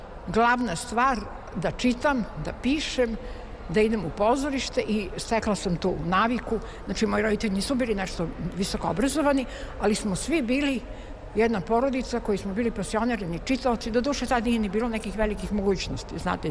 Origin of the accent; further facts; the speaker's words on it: Vršac, Vojvodina, Serbia; ja sam ljubitelj kulture, upražnjavala sam to još u detinjstvu, zato što sam rođena u Vršcu, to je jedan kulturni grad